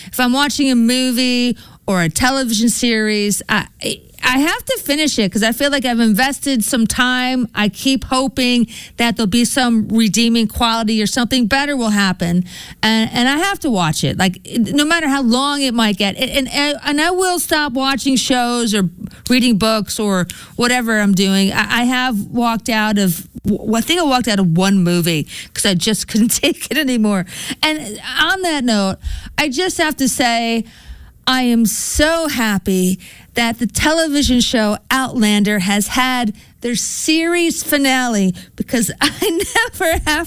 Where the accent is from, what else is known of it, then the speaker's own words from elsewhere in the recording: Colts Neck, New Jersey, United States; they were talking about Colts Neck, New Jersey, which is kind of cool because I'm from Colts Neck.